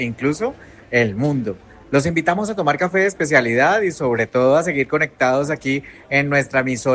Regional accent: Colombia; nos enorgullece a los colombianos

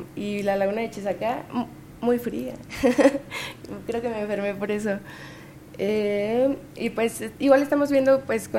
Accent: Mexico; moved away as an adult; now in Colombia; para nosotros como mexicanos es barato estar aquí

